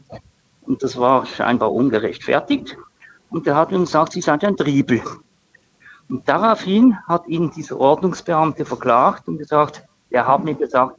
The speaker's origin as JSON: {"language": "German", "town": "Basel", "region": "Basel-Stadt", "country": "Switzerland", "said": "Das sagt man bei uns in Basel auch."}